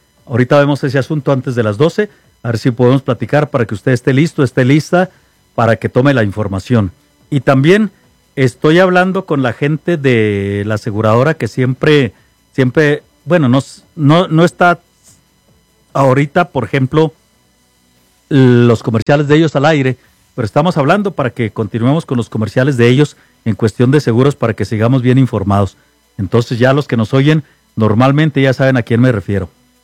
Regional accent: Mexico

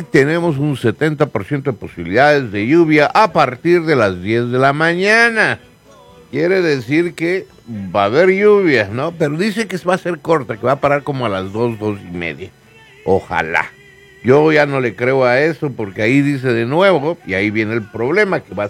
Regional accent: Los Angeles, California, United States; yo estaba en Los Ángeles. O sea, yo crecí en Los Ángeles.

